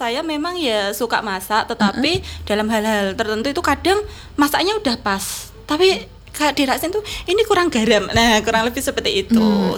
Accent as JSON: {"language": "Indonesian", "town": "Kudus", "region": "Central Java", "country": "Indonesia", "tie": "born or raised there", "said": "saya asli Kudus ya, asli Kudus itu."}